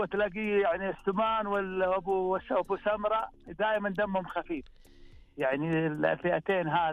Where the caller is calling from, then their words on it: Medina, Medina Province, Saudi Arabia; من المدينه ومنطقه اسمها منطقه العيون.